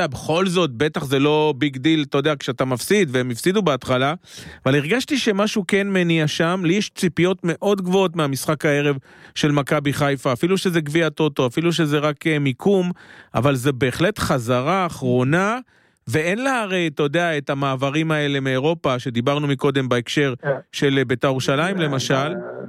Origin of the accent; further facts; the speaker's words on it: Rehovot, Central District, Israel; אני עוד לא יצא לי להיות במתקן ברחובות, למרות שזו עיר הולדתי.